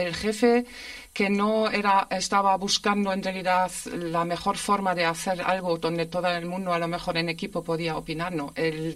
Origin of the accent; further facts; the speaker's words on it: Germany; Spanish is a second language; moved away as an adult; now in Spain; porque soy europea y, lo hemos dicho, soy de Alemania, con lo cual yo... Y además vine por amor